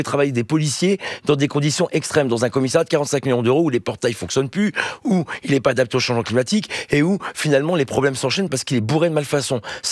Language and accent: French; Hauts-de-France, France; moi je suis du Nord, donc Gravelines à Dunkerque, je sais très bien comment est positionnée, fonctionne cette centrale nucléaire